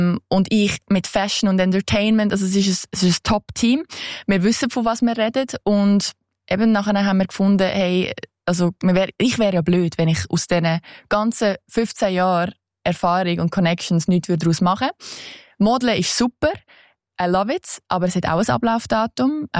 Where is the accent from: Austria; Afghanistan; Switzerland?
Switzerland; now in New York, United States; wenn du so als Schweizer in den Tee gehst und keine Ahnung hast